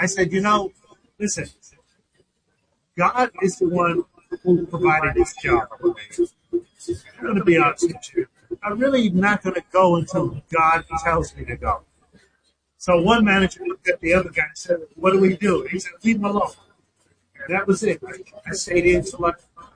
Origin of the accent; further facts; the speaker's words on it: Canarsie, New York, United States; also born or lived in Bethesda; I grew up in Canarsie. I was born in Bethesda. I grew up in Canarsie. Had a very difficult time in Canarsie. I went to Canarsie High School.